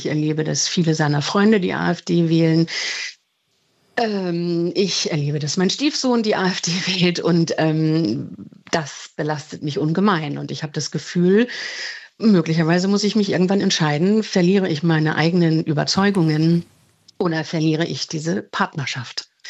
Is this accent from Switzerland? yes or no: no; Northern Germany, Germany; born there; now in Bremen, Germany; ich bin geborene Norddeutsche